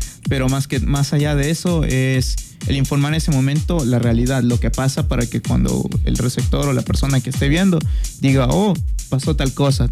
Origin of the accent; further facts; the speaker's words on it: Pedro Vicente Maldonado, Pichincha, Ecuador; moved away as an adult; now in Santo Domingo, Ecuador; cuando soy de Pedro Vicente